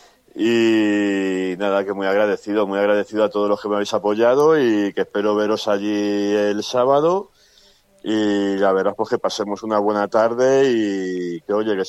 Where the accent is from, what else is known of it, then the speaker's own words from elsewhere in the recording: Alcorcón, Community of Madrid, Spain; nosotros somos de Alcorcón, casi todos siempre